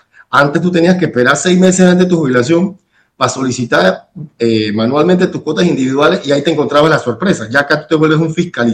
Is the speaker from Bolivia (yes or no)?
no; Panama; somos panameños